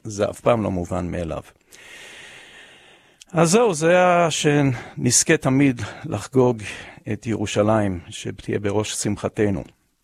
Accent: Ashkelon, Southern District, Israel; born there; now in Jerusalem, Israel; כשאני הייתי בן 10 אנחנו עלינו לארץ, אמא שלי שבה לארץ, גדלנו באשקלון, אבל אני זכיתי לעבור לגור בירושלים וללדת פה את הילדים שלי

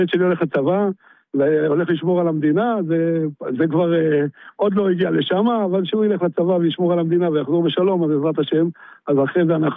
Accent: Zar'it, Northern District, Israel

